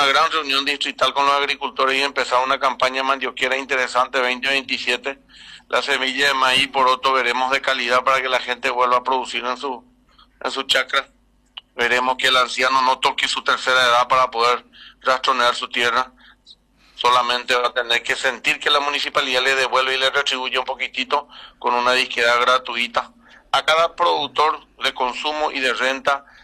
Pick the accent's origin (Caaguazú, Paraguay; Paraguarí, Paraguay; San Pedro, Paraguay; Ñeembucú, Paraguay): Paraguarí, Paraguay; Carapeguá; quiero verla a mi pueblo hermosa